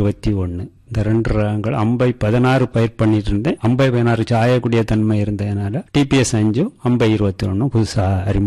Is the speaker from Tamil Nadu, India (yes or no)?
yes; Thiruppathisaram, Tamil Nadu, India; திருப்பை சாரம் எனது சொந்த ஊர் திருப்பை சாரம். என் வயது 66.